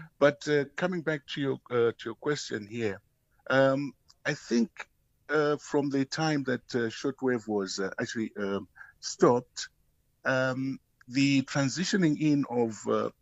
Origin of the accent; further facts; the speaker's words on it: Malawi; moved away; I was in Malawi. Originally, I am from Malawi.